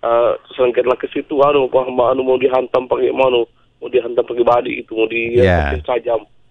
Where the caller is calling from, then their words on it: Sulawesi, Indonesia; saya orang Sulawesi, walaupun saya bukan orang Sulawesi Utara ya, walaupun bukan orang Minahasa